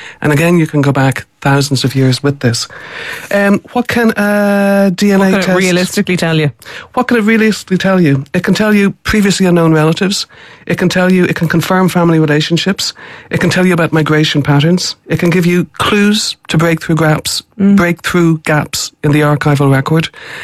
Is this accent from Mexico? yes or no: no; Ireland; this is what I love about Irish families and Irish, just being Irish, that kind of informality.